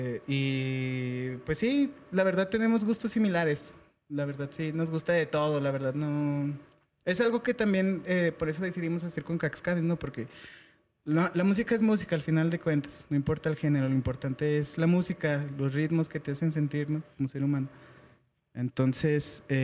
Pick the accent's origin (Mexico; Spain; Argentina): Mexico; Zacatecas; somos de aquí de Zacatecas. Bueno. Somos originarios de aquí de Zacatecas. desde que estábamos niños, nuestros papás, pues somos de la misma familia.